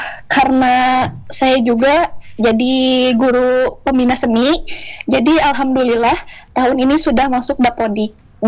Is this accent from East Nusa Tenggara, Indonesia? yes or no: no; Majalaya, West Java, Indonesia; Majalaya.